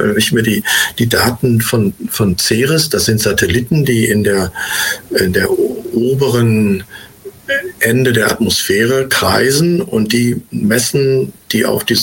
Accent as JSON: {"language": "German", "region": "North Rhine-Westphalia", "country": "Germany", "tie": "born or raised there", "moved": "yes", "said": "zu unserer Zeit, als wir noch in der Jugend, in den 50er Jahren im Ruhrgebiet waren"}